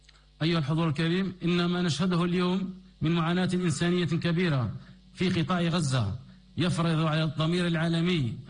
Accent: Algeria; ونحن من الجزائر نؤمن بأن المستقبل سيكون دائما إلى جانب أصحاب الحق،

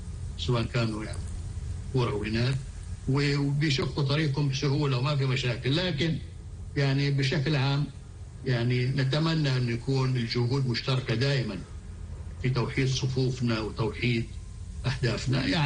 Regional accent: Palestine; now in Australia; واحنا بنفتخر كفلسطينيين في العالم بانه احنا يمكن من اعلى المستويات تقدما في العلم وحبا للعلم.

